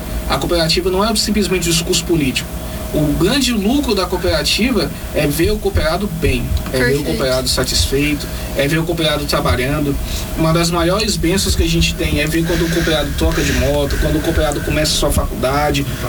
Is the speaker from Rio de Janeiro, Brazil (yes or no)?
yes; Rio de Janeiro, Brazil; now in Anápolis, Brazil; eu vim do Rio de Janeiro, cheguei aqui em Anápolis em 2013